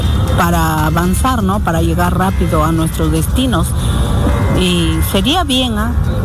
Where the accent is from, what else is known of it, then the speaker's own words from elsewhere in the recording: Chimbote, Ancash, Peru; Bueno, yo vengo de Chimbote, me venía a dar una vueltita por acá y veo que hay bastante tráfico